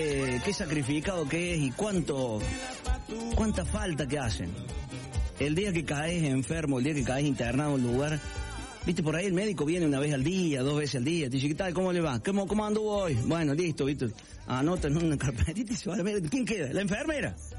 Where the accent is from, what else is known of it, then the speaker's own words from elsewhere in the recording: Córdoba, Argentina; Yo como cordobés siento orgullo del fútbol de Córdoba